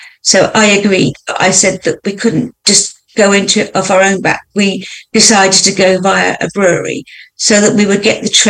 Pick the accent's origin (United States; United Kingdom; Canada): United Kingdom; Oxford, South East England; I think it's more friendly. I was born in Oxford, brought up in Oxford.